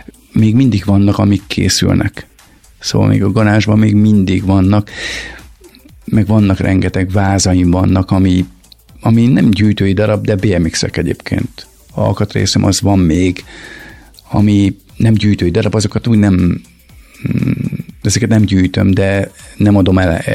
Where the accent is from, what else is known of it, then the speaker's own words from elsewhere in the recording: Nagykőrös, Pest, Hungary; lakótelepen nőttem fel, ott Nagykörösön